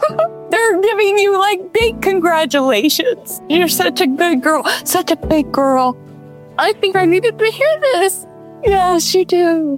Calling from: Florida, United States; Broward, Florida.

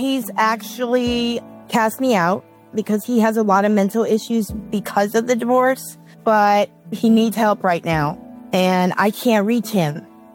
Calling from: Owensboro, Kentucky, United States; I am calling from Owensboro, Kentucky.

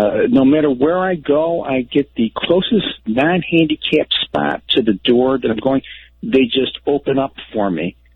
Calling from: Rochester, New York, United States; I'm from Rochester, New York

